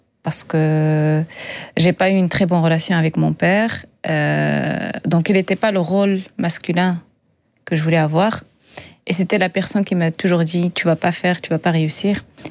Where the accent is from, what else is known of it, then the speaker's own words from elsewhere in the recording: Agadir, Souss-Massa, Morocco; Moi, j'adore la mer. Je viens d'Agadir.